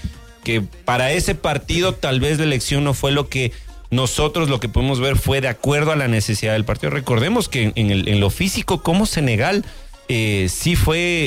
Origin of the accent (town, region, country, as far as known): Ecuador